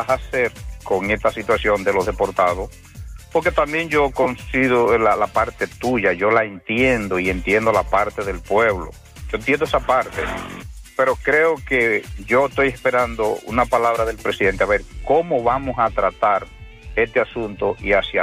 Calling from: Moca, Espaillat, Dominican Republic; A mi pueblo mocano … de este lado.

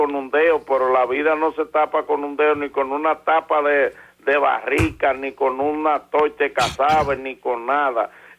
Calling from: Dominican Republic; Siendo dominicano

